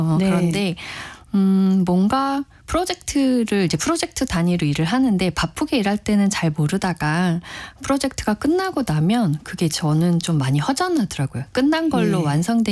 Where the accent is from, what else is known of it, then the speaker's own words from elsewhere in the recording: Seoul, South Korea; 제가 이제 집이 이제 본가가 서울인데요.